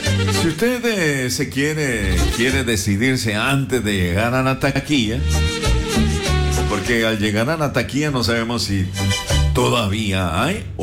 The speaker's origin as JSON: {"language": "Spanish", "country": "Guatemala"}